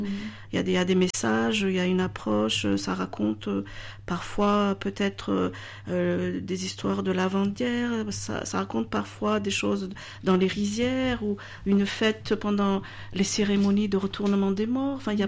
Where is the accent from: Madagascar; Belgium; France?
Madagascar; Je suis donc originaire de Madagascar